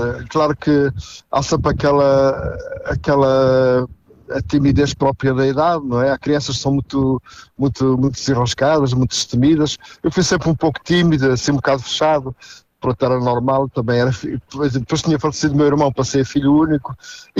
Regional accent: São João da Pesqueira, Viseu, Portugal; Depois nós somos de São João da Pesqueira, sou natural de São João da Pesqueira, provavelmente muita gente conhece, uma terra bonita, de bom vinho e azeite, principalmente isso.

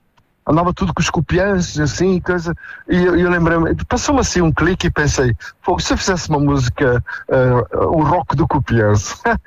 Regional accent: São João da Pesqueira, Viseu, Portugal; born or raised there

